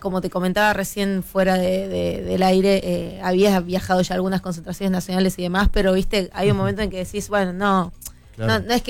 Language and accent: Spanish; Tucumán, Argentina; Soy tucumana, pero no fanaticé nunca ni por San Martín ni por Atlético.